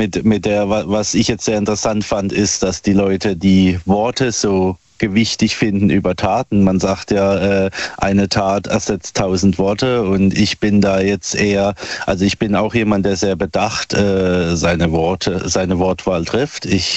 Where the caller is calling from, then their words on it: Buchen, Baden-Württemberg, Germany; Aus Buchen im schönen Odenwald